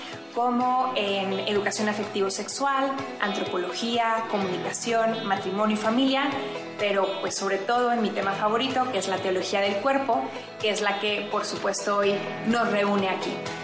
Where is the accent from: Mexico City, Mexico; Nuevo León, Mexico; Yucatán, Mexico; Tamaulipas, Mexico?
Nuevo León, Mexico; Monterrey; now in Querétaro, Mexico; esposa, mamá, originaria de Monterrey y actualmente vivo en Querétaro con mi familia.